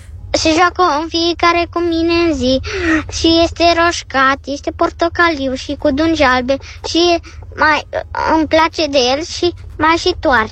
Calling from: Otopeni, Ilfov, Romania; din Otopeni, am 8 ani

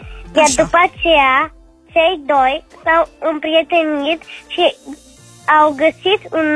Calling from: Iași, Iași County, Romania; o să împlinesc 7 ani și sunt din Iași.

